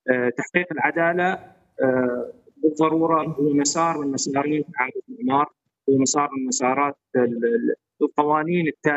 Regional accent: Syria; عندنا في سوريا

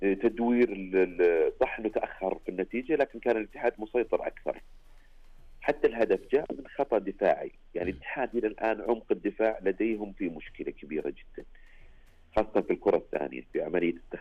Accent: Saudi Arabia; احنا كسعوديين

